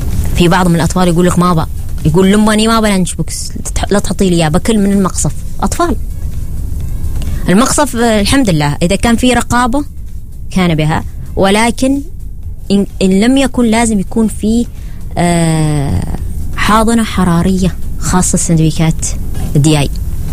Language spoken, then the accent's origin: Arabic; Oman; حتى اللي يعيبني في بعض من المدارس هنا عندنا في عمان